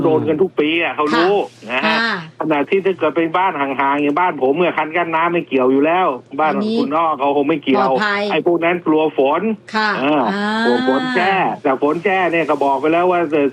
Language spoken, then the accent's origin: Thai; Bangkok, Thailand; born there; ผมเป็นคนกรุงเทพแต่กำเนิด